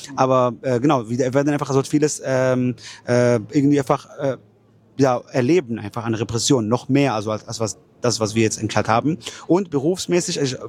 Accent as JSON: {"language": "German", "country": "Palestine", "said": "weil die Palästinenser beziehungsweise ich auch als Palästinenser haben das Recht eigentlich auf Rückkehr nach Palästina"}